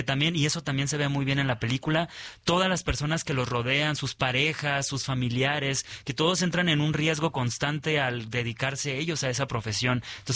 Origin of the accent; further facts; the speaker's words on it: Mexicali, Baja California, Mexico; yo soy de Mexicali